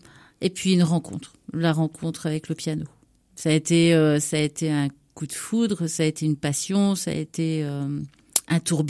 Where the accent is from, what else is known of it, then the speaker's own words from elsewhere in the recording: Brittany, France; moi je suis bretonne.